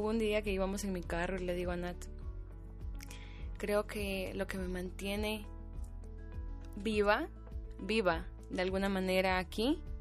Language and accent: Spanish; Ecuador; moved away